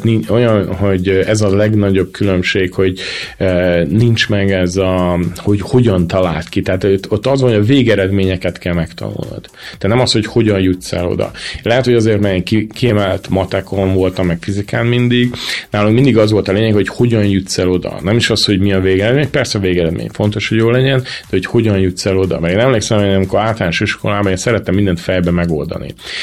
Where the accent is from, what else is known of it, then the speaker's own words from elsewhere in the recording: Hungary; first language Hungarian; moved away as an adult; now in United States; én nagyon örülök neki, hogy Magyarországon születtem, itt tanultam